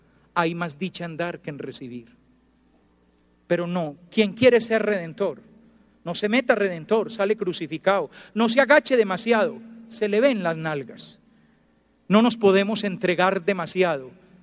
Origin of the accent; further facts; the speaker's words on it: Antioquia, Colombia; ¡Qué rico que somos paisas!